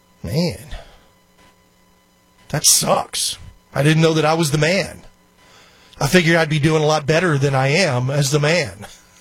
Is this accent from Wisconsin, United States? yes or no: no; Houston, Texas, United States; the high school I graduated from is Kingwood High School. As you guys know, I was born and raised here in Houston.